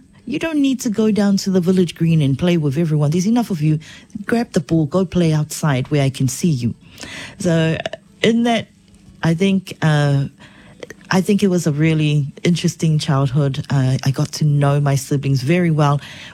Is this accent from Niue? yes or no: yes; Niue; Growing up in Niue